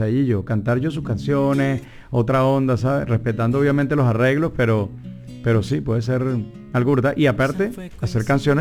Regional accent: Venezuela; yo soy venezolano y hablo venezolano.

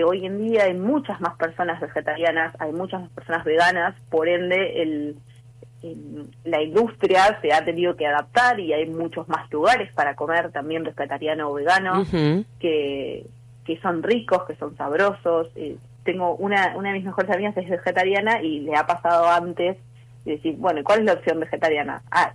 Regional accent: Argentina; Nosotros como argentinos, una reunión muchas veces implica alimentos de origen animal

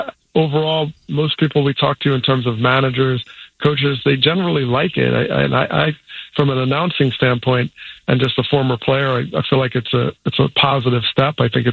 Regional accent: New Jersey, United States; I grew up in New Jersey, so I saw that tone

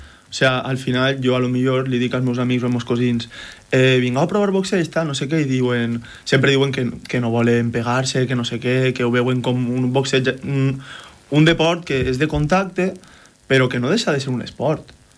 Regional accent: Piles, Valencian Community, Spain; Jo de Piles

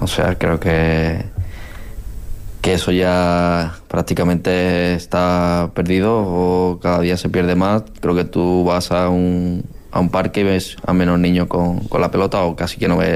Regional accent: Spain; Tú en España los mejores jugadores del mundo ahora mismo son españoles, somos españoles.

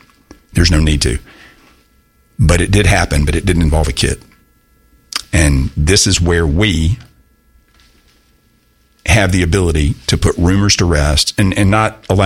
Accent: Augusta, United States; We're all from the Augusta metro area. And I'm very proud of that.

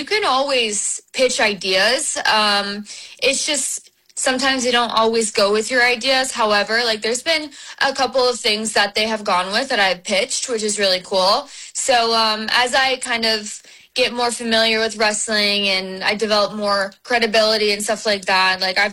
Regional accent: Minnesota, United States; to have a SummerSlam in my home state is so cool.

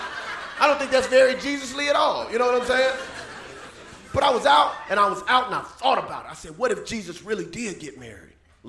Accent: the South, United States; I'm from the South, and she's real religious, you know?

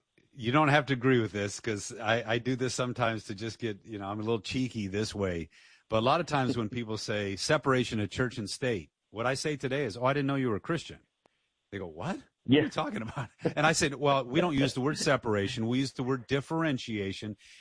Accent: Dearborn, Michigan, United States; I'm from Dearborn.

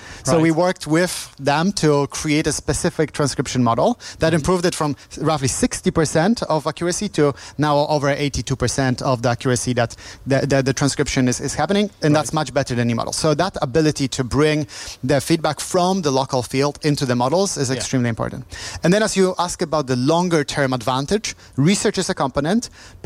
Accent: Poland; moved away; I'm from Poland originally.

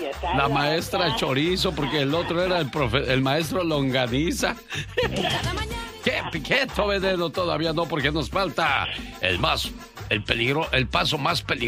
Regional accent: Mexico City, Mexico; moved away; día salí de la Ciudad de México, pero la Ciudad de México nunca salió de mí. Tierra de las guajolotas.

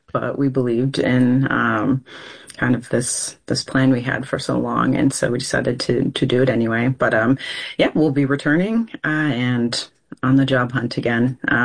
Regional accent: Rochester, New York, United States; when I say I'm from New York, people always assume the city. And then Rochester.

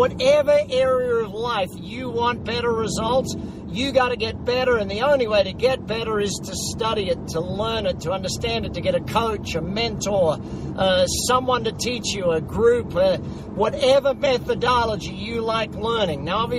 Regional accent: Brisbane, Queensland, Australia; Brisbane City Town Hall, my hometown in Australia.

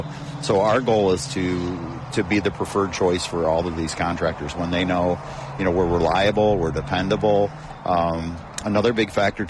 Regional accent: Michigan, United States; now in Oklahoma, United States; I grew up in Michigan, and I have family in Michigan

